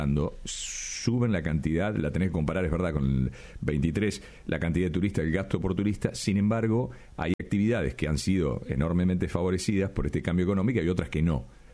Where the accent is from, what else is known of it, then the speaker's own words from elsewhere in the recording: Rauch, Buenos Aires Province, Argentina; Por mi pueblo.